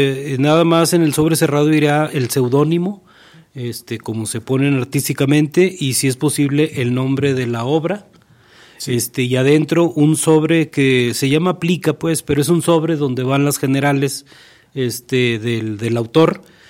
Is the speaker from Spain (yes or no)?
no; Mexico